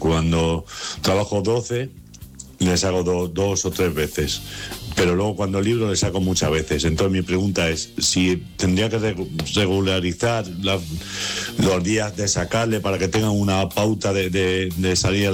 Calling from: Madrid, Community of Madrid, Spain; de Vallecas

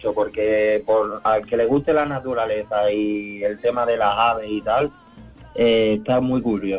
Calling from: Cáceres, Extremadura, Spain; soy de Cáceres

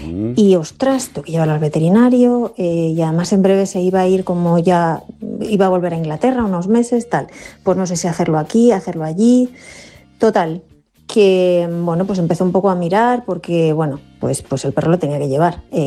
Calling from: Cercedilla, Community of Madrid, Spain; Buenas tardes … de Cercedilla, Madrid.

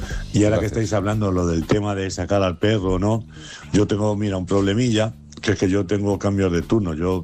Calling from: Vallecas, Community of Madrid, Spain; de Vallecas, os escribí el otro día del bichón maltés.

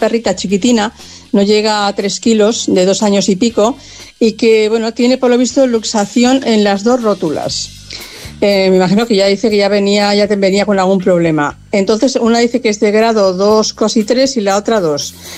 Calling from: Cornellà de Llobregat, Catalonia, Spain; aquí de Cornellá.

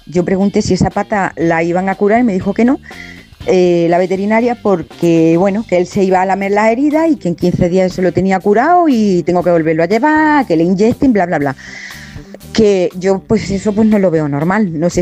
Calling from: Granada, Andalusia, Spain

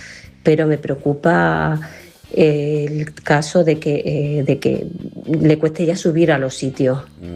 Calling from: Fuerteventura, Canary Islands, Spain; de Fuerteventura.

